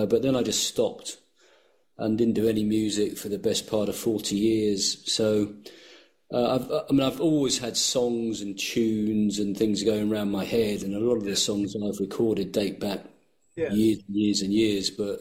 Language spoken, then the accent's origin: English; London, United Kingdom; moved away as an adult; now in Wilmslow, United Kingdom; I grew up in Edgware, North London, in Camrose Avenue.